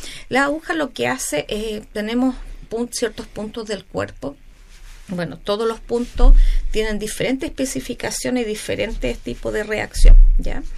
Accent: Quenuir, Los Lagos, Chile; nosotros como somos de Kenuir tenemos que viajar en la barcaza

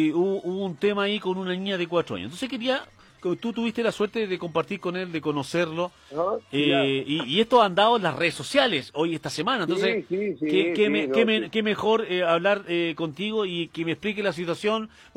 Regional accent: Valparaíso, Chile; aunque yo soy de Valparaíso

